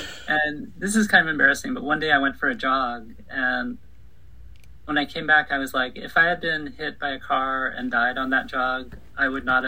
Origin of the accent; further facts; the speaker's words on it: Eugene, Oregon, United States; also born or lived in Los Angeles; So I grew up in Eugene until I was 11. Then my family moved to LA and I went to UCLA.